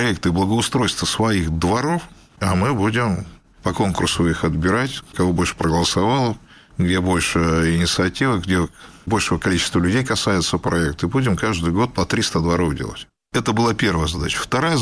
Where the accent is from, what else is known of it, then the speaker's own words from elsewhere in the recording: Kostroma, Kostroma Oblast, Russia; moved away as an adult; now in Kirov, Russia; Я сам родом из Костромы. Это соседний регион, тоже северноевропейская Россия.